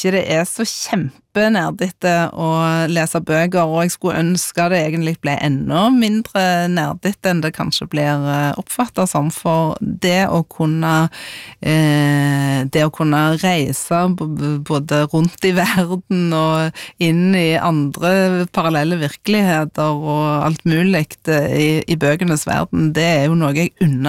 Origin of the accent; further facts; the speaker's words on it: Sandnes, Rogaland, Norway; det var jo sånn at alle ungene I gata der jeg vokste opp, vi sto klar og ventet på bokbussen på mandags ettermiddagen, og de som da var så heldige å ha begynt på skolen, de fikk sitt eget lånekort, og I gamle dager på Sandnes bibliotek